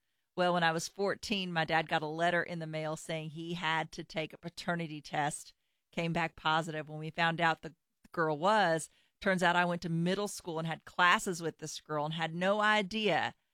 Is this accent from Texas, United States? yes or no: yes; Texas, United States; Like, if I tell you I'm originally from Texas, you're always going to come up with a friend.